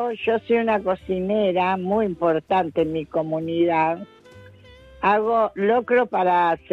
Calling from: Hurlingham, Buenos Aires Province, Argentina; soy de Hurlingham.

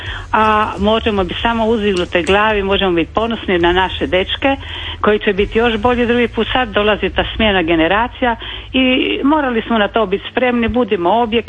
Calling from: Rijeka, Primorje-Gorski Kotar County, Croatia; Ja sam iz Rijeke

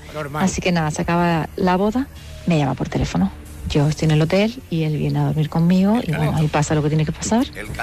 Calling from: Madrid, Community of Madrid, Spain; soy de Madrid.

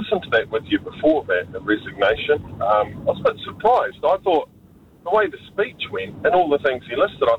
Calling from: Christchurch, Canterbury, New Zealand; That aside, back home, here in, I'm calling from Christchurch

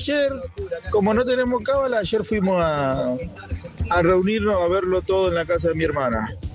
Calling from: Avellaneda, Buenos Aires Province, Argentina

